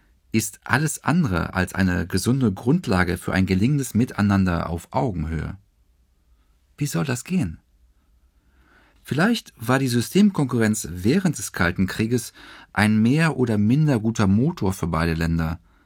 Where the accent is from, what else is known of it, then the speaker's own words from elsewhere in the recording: West Germany, Germany; Und wir Wessis?